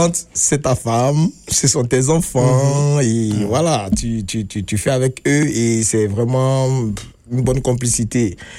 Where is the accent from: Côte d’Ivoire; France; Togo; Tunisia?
Côte d’Ivoire; Bongouanou, Lacs; moved away as an adult; now in Manitoba, Canada; Je suis originaire de la Côte d'Ivoire, comme vous l'avez dit tantôt. Je suis Agni. Nous sommes le peuple qui vient du Moronou. Voilà, je viens de Bongouanou.